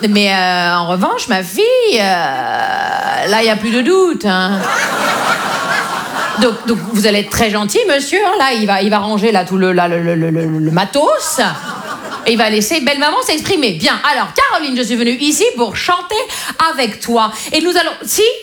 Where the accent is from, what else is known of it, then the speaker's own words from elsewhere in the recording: Grand Est, France; accent: Vosges; C'est rien, c'est mon accent vosgien qui remonte parfois.